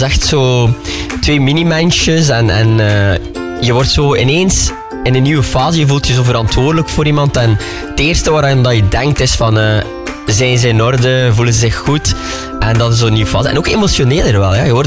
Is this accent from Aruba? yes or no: no; Ostend, Flanders, Belgium; Ik voel me vereerd als Oostendenaar en papa om jullie het mama- en papa-diploma uit te reiken.